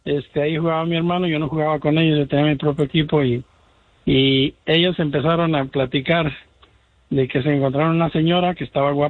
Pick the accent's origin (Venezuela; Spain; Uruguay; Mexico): Mexico; Si fuera argentino te diría, para que me conozcas, pero no. Soy mexicano.